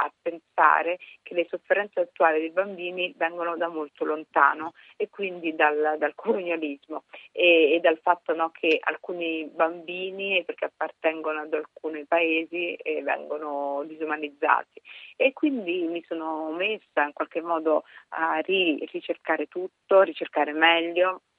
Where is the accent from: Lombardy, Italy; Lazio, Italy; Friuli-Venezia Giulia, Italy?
Lombardy, Italy; Brescia; Il mio primo fumetto era sulla strage di Piazza Loggia, perché io sono bresciana e quindi è una cosa che abbiamo sentito molto.